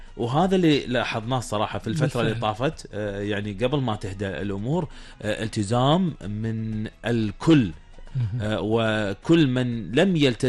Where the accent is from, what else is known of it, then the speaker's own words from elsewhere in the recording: Kuwait; لكل المستمعين على أرض هذه الدولة الحبيبة، ديرتنا الحبيبة الكويت.